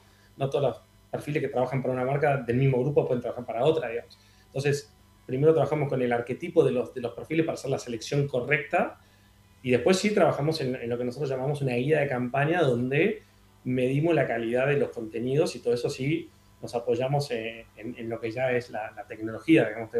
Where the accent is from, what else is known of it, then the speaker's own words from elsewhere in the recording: Argentina; now in Uruguay; Si bien soy argentino, vivo en Uruguay.